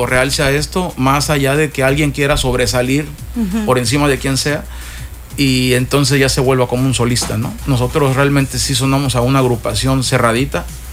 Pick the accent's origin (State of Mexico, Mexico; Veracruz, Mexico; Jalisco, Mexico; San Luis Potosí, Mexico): Veracruz, Mexico; Coatzacoalcos; Esta agrupación nace en Coatzacoalcos, Veracruz, que es mi ciudad natal.